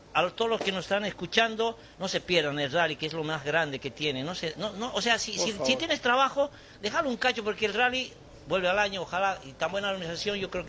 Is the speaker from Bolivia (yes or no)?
yes; La Paz, Bolivia; Boliviano. Súper. Sí. Bueno, yo vengo desde La Paz